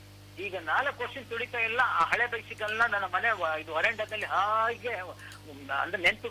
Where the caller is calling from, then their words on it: Bhadravathi, Karnataka, India; first language Marathi; Kannada is a second language; ಅಲ್ಲಿಂದ ನಾನು ಸೀದಾ ಬಸ್ ಹತ್ಬಿಟ್ಟು ಭದ್ರಾವತಿಗೆ ವಾಪಸ್ ಬಂದೆ.